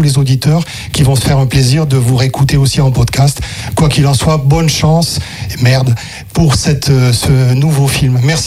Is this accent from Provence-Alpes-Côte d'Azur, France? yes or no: yes; Cannes, Provence-Alpes-Côte d'Azur, France; j'adore voir des films, et depuis très longtemps, j'ai grandi à Cannes, je suis accrédité au festival